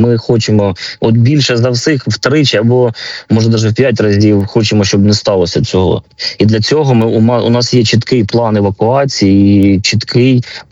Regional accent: Kharkiv, Kharkiv Oblast, Ukraine; ми, харків'яни

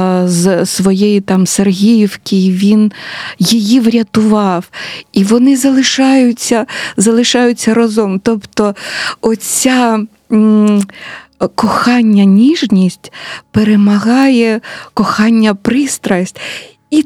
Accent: Melitopol, Zaporizhzhia Oblast, Ukraine; я ж з Мілітополя

